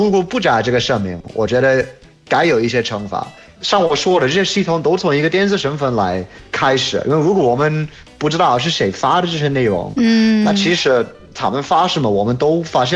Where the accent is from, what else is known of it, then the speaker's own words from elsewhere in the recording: United Kingdom; Chinese is a second language; Thanks everyone … from the UK.